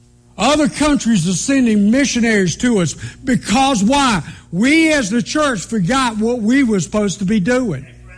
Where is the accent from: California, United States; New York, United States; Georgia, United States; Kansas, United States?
Georgia, United States; because I came from South Georgia, where everything's either a swamp or it's flat, okay?